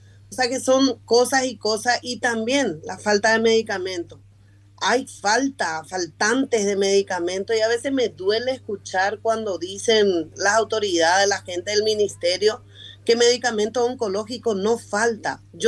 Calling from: Paraguay; como paraguayo te digo buenos días, Emi

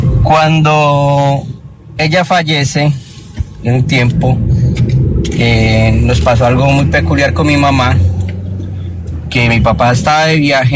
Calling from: Cali, Valle del Cauca, Colombia; Bueno, te hablo de la ciudad de Cali, tengo 46 años.

